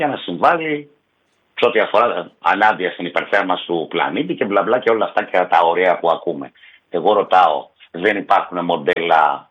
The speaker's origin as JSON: {"language": "Greek", "town": "Aliveri", "region": "Central Greece", "country": "Greece", "said": "Λοιπόν, εγώ η καταγωγή μου είναι από το Αλιβέρι της Εύβοιας."}